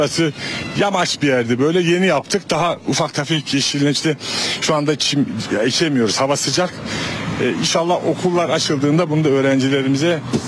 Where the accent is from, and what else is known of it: Şırnak, Şırnak Province, Turkey; born or raised there